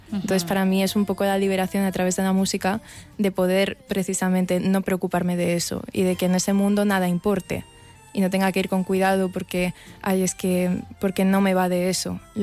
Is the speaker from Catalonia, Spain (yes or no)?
yes; Barcelona, Catalonia, Spain; porque yo nací y me he criado en Barcelona, pero el campo es el campo de mi pueblo, que el pueblo es Casteldecabra, en Teruel.